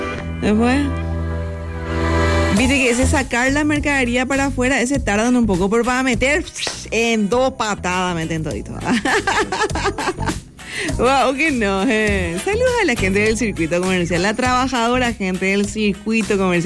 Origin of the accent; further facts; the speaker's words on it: Paraguay